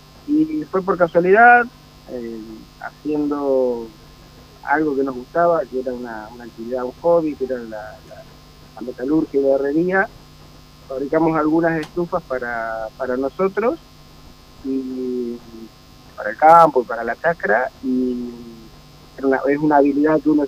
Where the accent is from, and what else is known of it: Ingeniero Huergo, Río Negro, Argentina